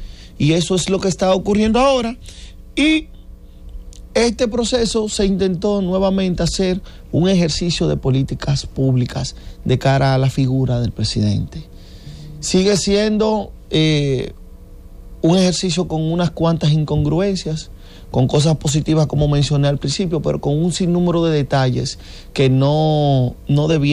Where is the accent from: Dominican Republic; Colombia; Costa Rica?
Dominican Republic